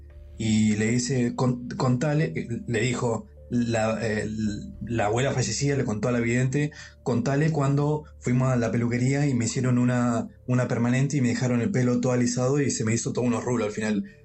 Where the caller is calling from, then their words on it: Monte Grande, Buenos Aires Province, Argentina; De zona sur, de acá de Monte Grande.